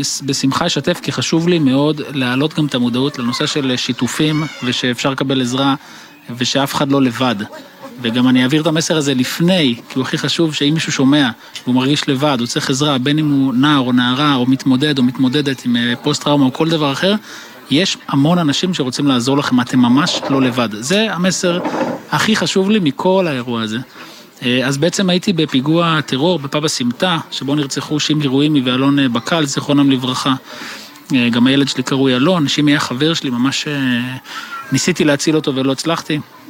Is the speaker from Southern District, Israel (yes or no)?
yes; Lahav, Southern District, Israel; אז אני מקיבוץ להב, נולדתי וגדלתי כאן